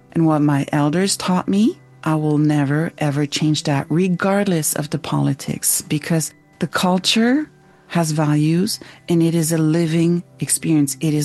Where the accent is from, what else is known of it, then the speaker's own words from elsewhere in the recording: Montreal, Quebec, Canada; now in Vancouver, Canada; I'm from Montreal.